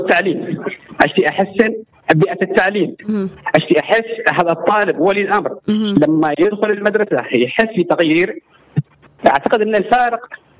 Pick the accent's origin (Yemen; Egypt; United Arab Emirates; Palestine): Yemen; Aden; إحنا أبناء عدن ونحن نحس الوضع هذا علينا كامل